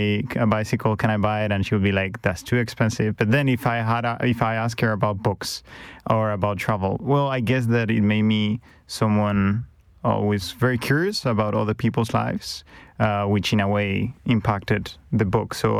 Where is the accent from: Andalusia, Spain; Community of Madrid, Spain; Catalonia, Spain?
Community of Madrid, Spain; Madrid; English is a second language; now in United States; I grew up in Madrid, and I studied journalism in Madrid.